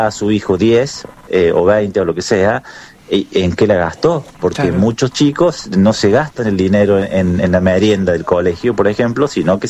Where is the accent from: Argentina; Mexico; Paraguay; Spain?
Argentina; todo lo apasionado que somos los argentinos en el fútbol